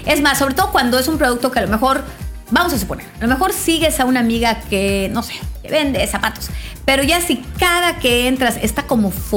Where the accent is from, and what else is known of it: Mexico